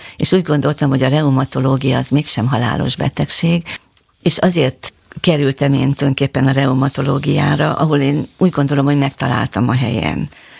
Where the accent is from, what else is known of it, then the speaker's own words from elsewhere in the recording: Nyíregyháza, Szabolcs-Szatmár-Bereg, Hungary; born there; also born or lived in Máriapócs; én Nyíregyházán születtem, de Máriapocson éltem 3 éves koromig, ahol nagyapám görög katolikus pap volt